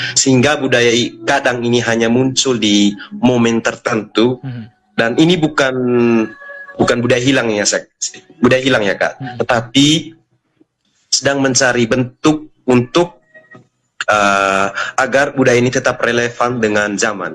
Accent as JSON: {"language": "Indonesian", "town": "Ruteng", "region": "East Nusa Tenggara", "country": "Indonesia", "said": "Saya dari Manggarai, tempatnya di Ruteng."}